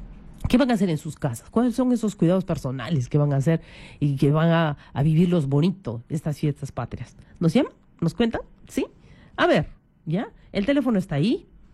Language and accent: Spanish; Peru; mi país se tiene que decir, ¿no? Mi tierra, mi Perú.